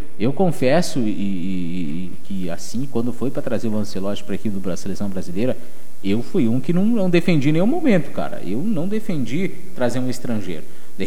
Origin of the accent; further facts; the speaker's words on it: Brazil; eu como brasileiro